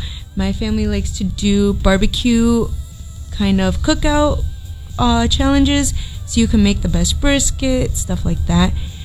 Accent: Chicago, Illinois, United States; We're from Chicago. Can't put ketchup on our hot dogs.

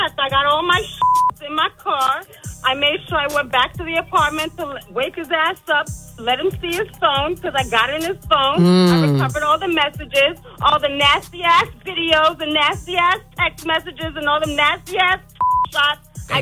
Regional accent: New York, United States; Well, I was calling from Brooklyn. I'm leaving Brooklyn. I'm from Long Island. I don't even do Brooklyn.

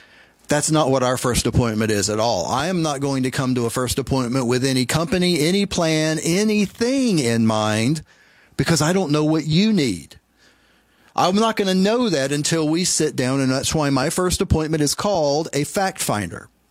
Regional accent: Tennessee, United States; in my home state of Tennessee

